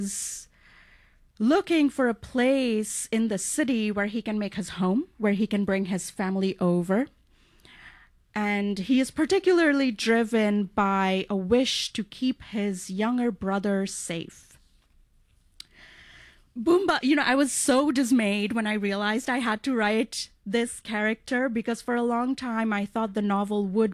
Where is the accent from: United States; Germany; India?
India; growing up in India, class difference was so apparent to me